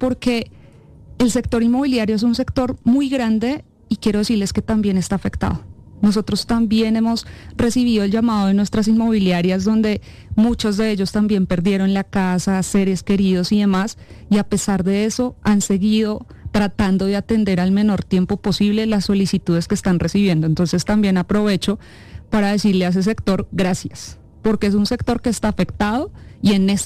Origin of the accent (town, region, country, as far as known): Colombia